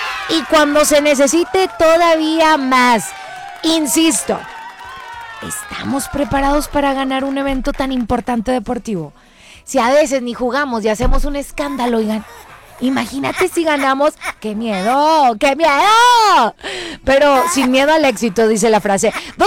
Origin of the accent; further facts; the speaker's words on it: Mexico; yo les quiero pedir que sigamos siendo bien mexicanos como hasta ahorita.